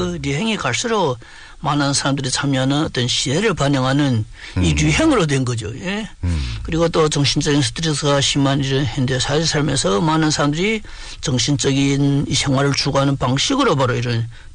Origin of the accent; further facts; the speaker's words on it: Longjing, Jilin, China; 저는 고향이 용정인데 제가 태어나서부터 대학 입학생까지 줄고 살았던 집이 그 20여 년 전에 도로건설 용지에 포함돼서 그 증용되면서 그때 그 바로 부모님들 연길로 이사를 오게 됐습니다.